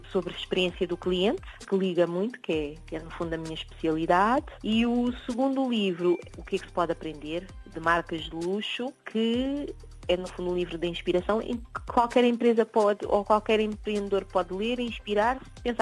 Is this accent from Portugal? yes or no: yes; Portugal; moved away as an adult; also born or lived in United States / United Kingdom; como portuguesa que sou.